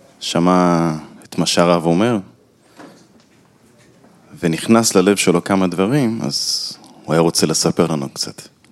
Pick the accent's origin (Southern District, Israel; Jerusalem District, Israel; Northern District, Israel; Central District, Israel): Southern District, Israel; Beersheba; אני במקרה מבאר שבע, ואני באתי לפה היום עם כמה חברים שלי.